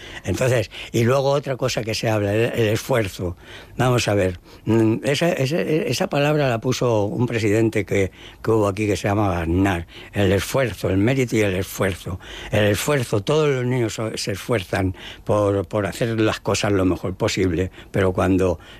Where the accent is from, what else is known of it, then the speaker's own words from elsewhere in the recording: Toledo, Castilla-La Mancha, Spain; por mi pueblo, por Toledo